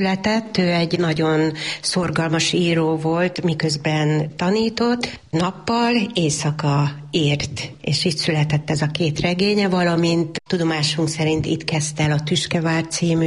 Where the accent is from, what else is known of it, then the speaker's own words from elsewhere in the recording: Kunszentmárton, Jász-Nagykun-Szolnok, Hungary; én itt születtem, itt jártam alsó tagozatba, iskolába, középiskolába